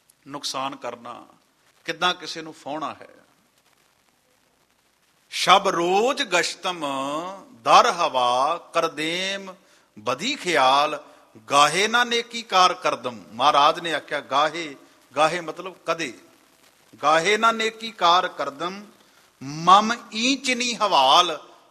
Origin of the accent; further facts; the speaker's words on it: Punjab, India; ਮਤਲਬ ਮੈਂ ਮਾਝੇ ਦਾ ਰਹਿਣ ਵਾਲਾ, ਜਿੰਨੇ ਕੁ ਸਾਡੇ ਪਿੰਡਾਂ ਵਿੱਚ ਨੇ ਵਿਰਲੇ ਟਾਵੇਂ ਪਰਿਵਾਰ ਹੁੰਦੇ ਨੇ, ਦੋ ਚਾਰ ਪਰਿਵਾਰ ਇੱਦਾਂ ਹੁੰਦੇ ਨੇ।